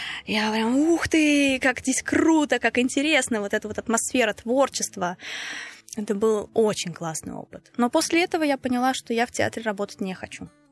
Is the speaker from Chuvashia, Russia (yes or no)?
no; Nizhny Novgorod, Nizhny Novgorod Oblast, Russia; Естественно, что я нижегородка, я никуда уезжать в другой город не хочу. Мне здесь комфортно, мне здесь хорошо